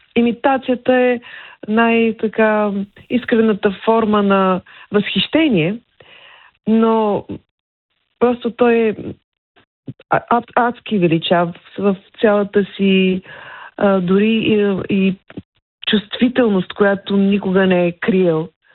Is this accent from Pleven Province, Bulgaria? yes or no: yes; Pleven, Pleven Province, Bulgaria; ще пея в родния си град. И това, да, защото съм родена всъщност в Плевен